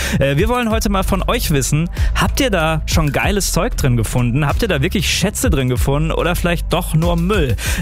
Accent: Bielefeld, North Rhine-Westphalia, Germany; now in Cologne, Germany; Also hier in Köln oder auch in meiner Heimat Bielefeld, da sehe ich die ständig

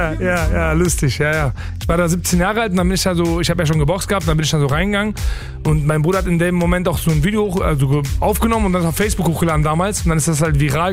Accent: Germany; Ich bin kurdischer Herkunft, in Deutschland geboren, groß geworden.

